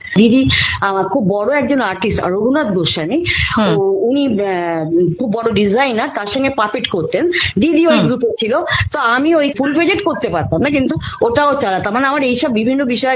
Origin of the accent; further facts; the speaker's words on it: Burnpur, West Bengal, India; moved away as an adult; now in Kolkata, India; না জন্ম কলকাতা, মানে যেহেতু মামা বাড়ি কলকাতায় ছিল, জন্ম ওখানে হলো, মানে আমার বাবা ওখানে চাকরি করতেন তো আমরা ওখানেই ছোটবেলা থেকে থেকেছি, ওখানকার স্কুলেই পড়েছি।